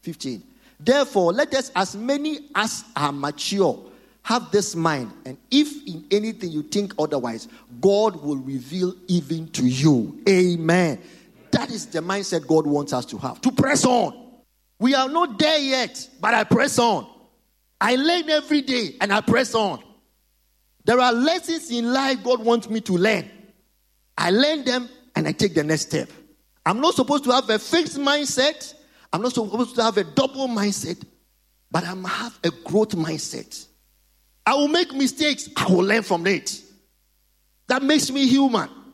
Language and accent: English; Ghana; I'm a Ghanaian, a proud one.